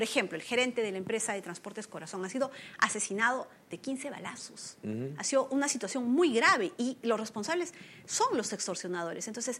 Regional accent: Peru; como muchos peruanos, celebro que haya ganado Keiko Fujimori

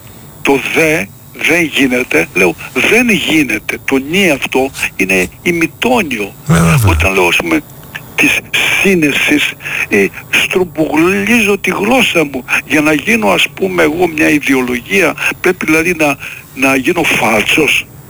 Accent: Greece

